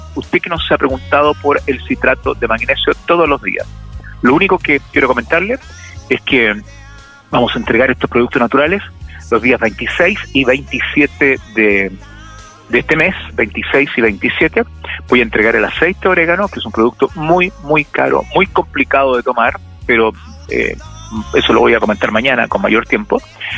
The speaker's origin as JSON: {"language": "Spanish", "country": "Chile"}